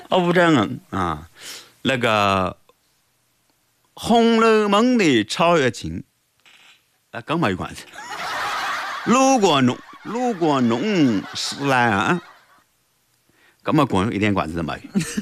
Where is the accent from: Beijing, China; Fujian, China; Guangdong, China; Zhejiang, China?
Guangdong, China; 我是广东人